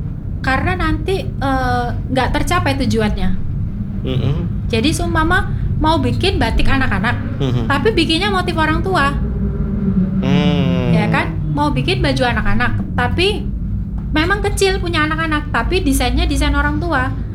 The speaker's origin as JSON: {"language": "Indonesian", "region": "Aceh", "country": "Indonesia", "moved": "yes", "said": "Saya orang Sumatera Aceh."}